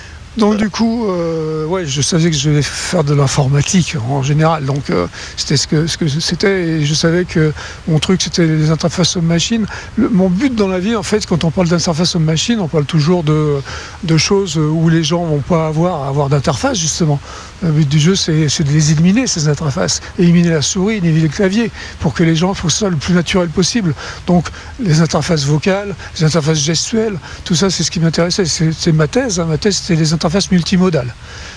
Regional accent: France; accent: French; now in Stanford, United States

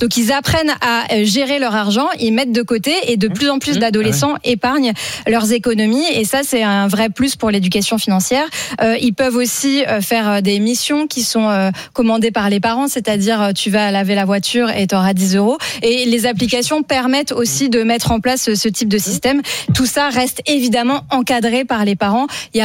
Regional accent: Normandy, France; Et les Normands, les plus radins. Ça tombe bien, je suis normande.

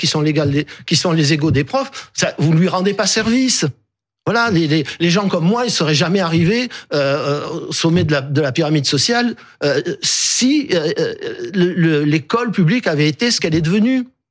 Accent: Arles, Provence-Alpes-Côte d'Azur, France; une ville comme la mienne, qui est une ville de 50 000 habitants, parce que je suis né à Arles et j'y ai passé mon enfance

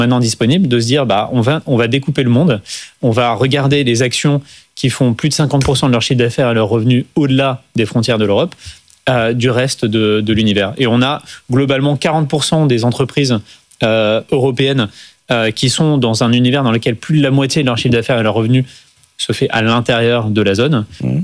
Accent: France; on est français, on veut investir dans notre économie

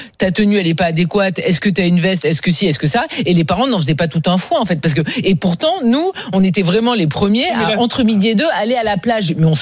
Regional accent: Southeast, France; Non, mais moi, alors, je suis l'exemple parfait parce que je viens du Sud, donc dans le Sud-Est, il fait très vite très chaud

